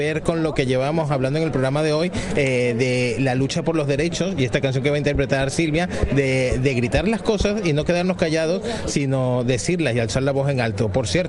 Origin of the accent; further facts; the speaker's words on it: Venezuela; born there; yo nací en Venezuela, pero recuerdo que he veraneado aquí en Gijón durante muchos, muchos años